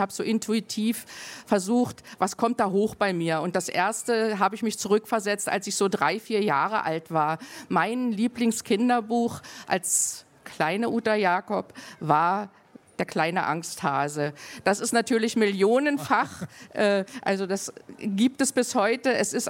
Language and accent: German; Cottbus, Brandenburg, Germany; Nun bin ich aus Cottbus, nicht weit von Hoyerswerda.